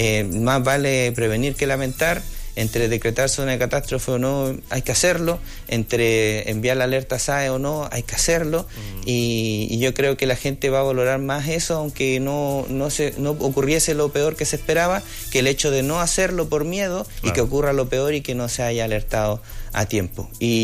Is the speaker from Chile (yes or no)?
yes; Chile